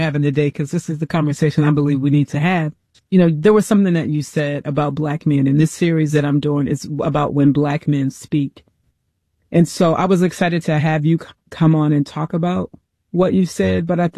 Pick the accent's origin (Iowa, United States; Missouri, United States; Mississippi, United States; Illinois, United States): Mississippi, United States; moved away as an adult; now in Minnesota, United States; I was young coming here. And when I tell you I came here, I'm originally from Mississippi, came after college, the whole thing. And I came with my Southern ways.